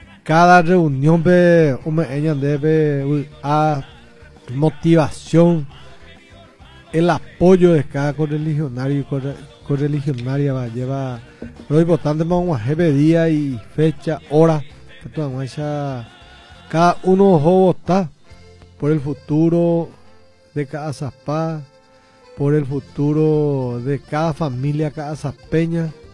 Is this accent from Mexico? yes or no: no; Paraguay; ya me sentía orgulloso de ser paraguayo